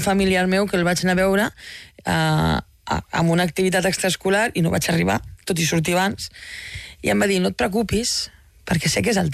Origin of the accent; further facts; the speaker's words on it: Tarragona, Catalonia, Spain; jo sóc com tu, de Tarragona, i...